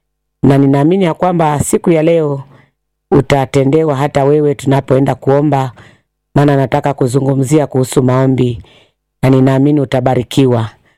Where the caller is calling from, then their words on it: Machakos County, Kenya; nimeokoka na nampenda Yesu. Natoka Machakos County na hudumu na huduma ya Neema ya Ajabu pale Katoloni stage inaitwa 240.